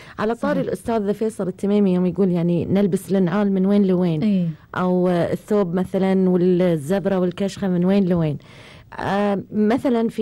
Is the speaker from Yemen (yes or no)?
yes; Yemen; انا والله من اليمن